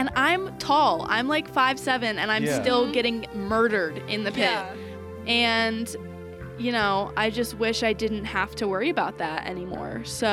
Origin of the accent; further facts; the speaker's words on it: East Coast, United States; also born or lived in Baltimore / Annapolis; now in Colorado, United States; I am from the East Coast, and there's a lot of good hardcore, especially in Baltimore, which is where I lived for a while before I moved to Annapolis.